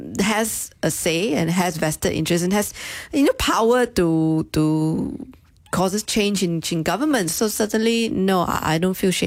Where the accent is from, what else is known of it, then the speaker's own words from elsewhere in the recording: Malaysia; I don't feel ashamed of being Malaysian.